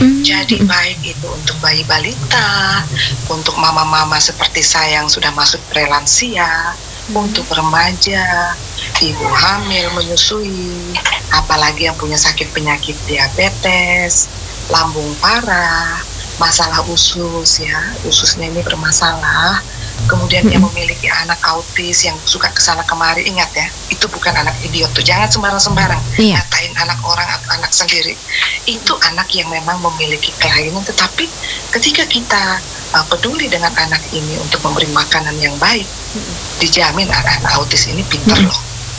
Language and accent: Indonesian; Flores, East Nusa Tenggara, Indonesia; kita orang Flores